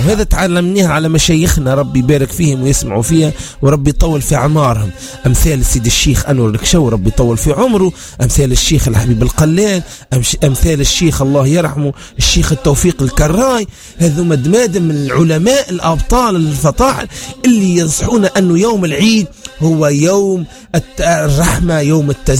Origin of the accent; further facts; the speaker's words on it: Tunisia; بلادنا تونس